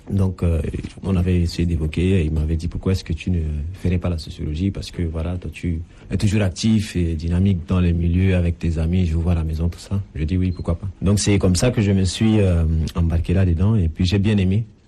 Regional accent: N'Djamena, Chad; born there; comme je suis né en N'Djamena, j'étais coupé de ma racine culturelle, en fait.

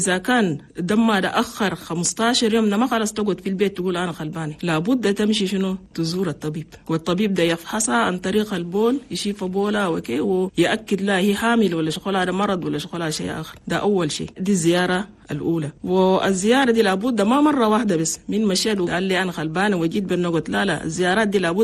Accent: Chad; لأن نحن عندنا في تشاد نسبة موت عن الأمهات اللي بموتوا فيه ولادها كتير مرة واحد

